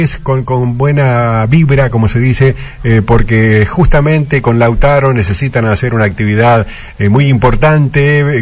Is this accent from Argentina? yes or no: yes; Argentina; Muchas de las cosas del fútbol tienen que ver con la idiosincrasia de nuestro perfil como argentino.